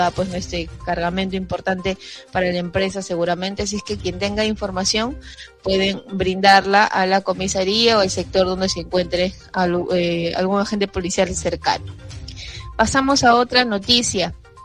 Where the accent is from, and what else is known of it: Peru